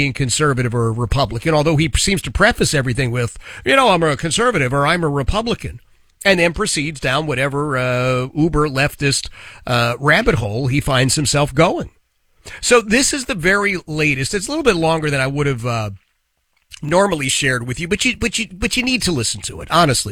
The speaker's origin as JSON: {"language": "English", "town": "Philadelphia", "region": "Pennsylvania", "country": "United States", "tie": "born or raised there", "said": "As I was growing up in Philadelphia, Oxford Circle, in the 1970s and 80s, we were the lunch bucket crowd, right?"}